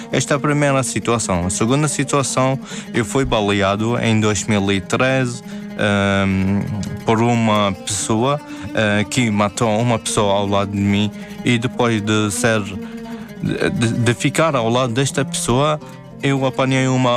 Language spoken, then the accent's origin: Portuguese; Iraq; Portuguese is a second language; moved away; Eu saí do Iraque por causa das duas situações que aconteceram na minha vida e na vida da minha família.